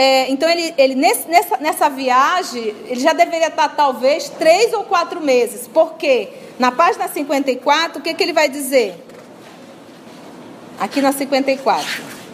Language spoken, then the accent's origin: Portuguese; Amazonas, Brazil; Nós somos amazonense e somos o quê? Brasileiro. Então a nossa nacionalidade é brasileira. O nosso estado, o Amazonas.